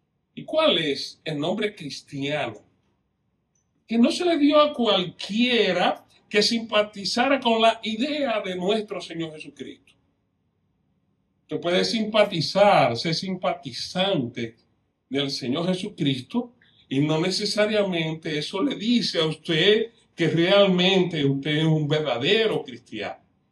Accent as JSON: {"language": "Spanish", "country": "Dominican Republic"}